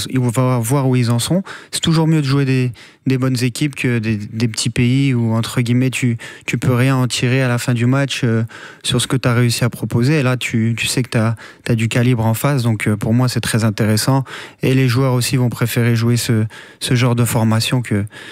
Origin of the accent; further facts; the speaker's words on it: France; je suis français